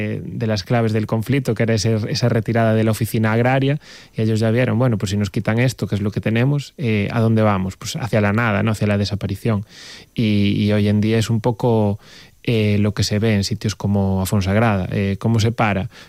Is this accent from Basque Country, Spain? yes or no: no; Baio, Galicia, Spain; yo soy de un pueblo que es Baio, la Costa de la Morte, en la otra punta de Galicia